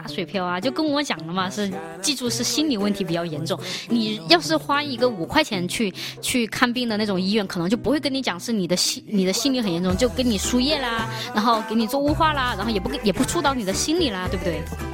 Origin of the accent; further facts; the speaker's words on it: Chongqing, China; accent: Chongqing dialect; 用我们重庆话来说